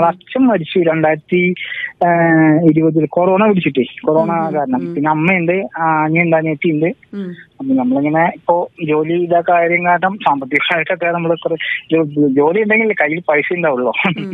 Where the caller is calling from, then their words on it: Chittanda, Kerala, India; ഞാൻ വിളിച്ചത് തൃശ്ശൂരിൽ നിന്നാണ്. തൃശ്ശൂർ ജില്ലയിലെ ചിറ്റണ്ട, 33 കിലോമീറ്റർ ഉള്ള ചിറ്റണ്ട എന്ന സ്ഥലത്ത് നിന്നാണ്.